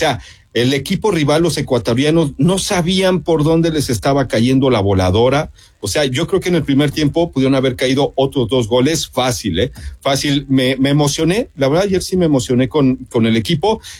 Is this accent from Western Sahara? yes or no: no; Mexico; me presento como un mal mexicano, ¿no? Soy un mal mexicano